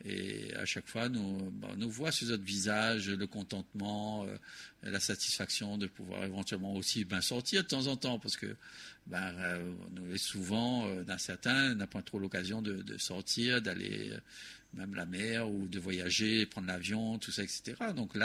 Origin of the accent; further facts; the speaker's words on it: Réunion; accent: Réunionnais; en tant que Réunionnais, nous assumions à nous, et nous, avec notre langue, avec notre manière de faire, avec notre manière d'être, avec notre accent, parfois aussi.